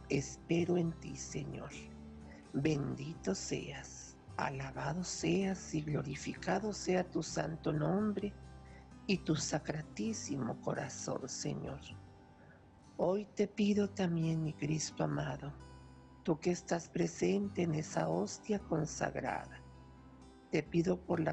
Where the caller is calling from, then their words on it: Santa Bárbara, Chihuahua, Mexico; de Santa Bárbara, Chihuahua.